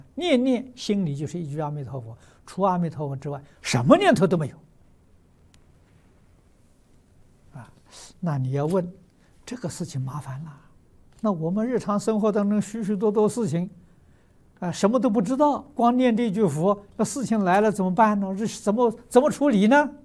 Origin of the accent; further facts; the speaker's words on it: China; 我们中国人常讲四方。